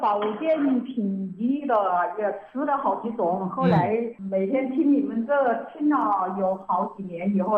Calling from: Ezhou, Hubei, China; 我是鄂州的。

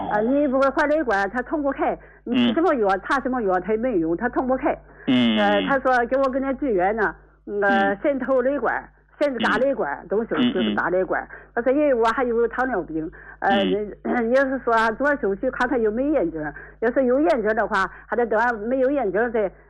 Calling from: Yantai, Shandong, China; 我是烟台人，我今年80岁

